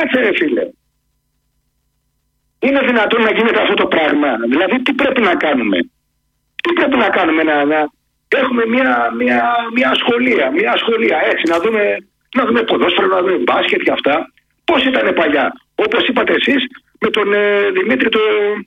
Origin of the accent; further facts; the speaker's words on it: Gargalianoi, Peloponnese, Greece; Εγώ είμαι από τους Γαργαλιάνους.